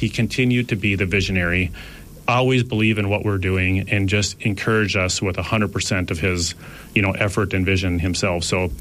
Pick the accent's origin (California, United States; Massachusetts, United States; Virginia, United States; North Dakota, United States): North Dakota, United States; Wahpeton; Yes, I'm from Wahpeton, and I grew up in my family owned a landscape construction business.